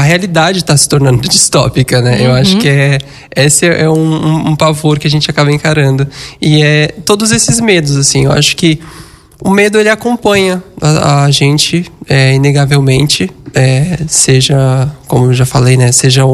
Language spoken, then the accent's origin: Portuguese; Brazil; A gente também, sendo brasileiro, quem não cresceu assistindo um Gugu no televisão ali no domingo